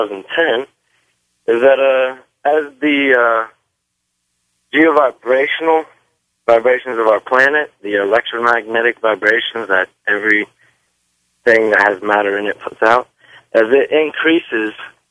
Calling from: Gainesville, Florida, United States; from Gainesville, Florida.

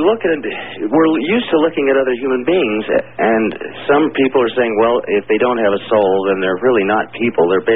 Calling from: Los Lunas, New Mexico, United States; calling you from Las Lunas, New Mexico, listening on 77 KKOB.

